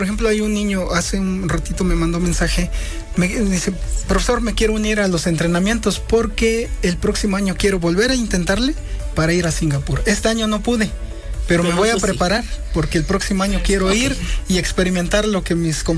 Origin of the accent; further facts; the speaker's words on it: Coahuila, Puebla, Mexico; Se llama Coahuila.